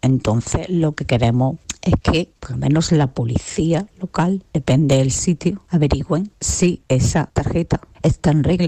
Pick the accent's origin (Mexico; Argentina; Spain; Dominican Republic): Spain; Andalusia; Soy de un pueblo de la provincia de Cádiz y lo que me pasó una vez que mi pueblo escasean los aparcamientos con movilidad reducida.